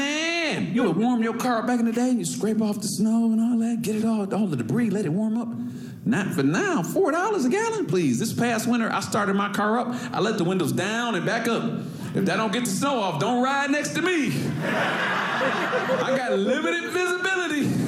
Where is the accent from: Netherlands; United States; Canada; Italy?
United States; Detroit, Michigan; I'm from Michigan, Detroit.